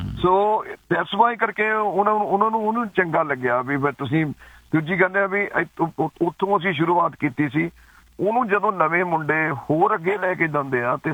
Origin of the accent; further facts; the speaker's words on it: Hussainpur, Punjab, India; now in England, United Kingdom; ਅਸੀਂ ਨਕੋਦਰ ਦੇ ਨਾਲ, ਸਾਡਾ ਪਿੰਡ ਆ ਜੀ ਹੁਸੈਨਪੁਰ